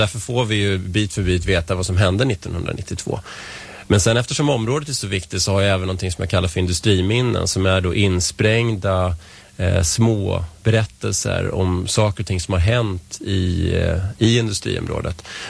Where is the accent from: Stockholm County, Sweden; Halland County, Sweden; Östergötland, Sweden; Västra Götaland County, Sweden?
Stockholm County, Sweden; Vällingby; also born or lived in Strängnäs; now in Nacka, Sweden; Jag kommer ju inte härifrån. Jag kommer från Vällingby från början. Och sen har jag bott i stan och jag har bott i Strängnäs då, som sagt. Men vi flyttade hit 2007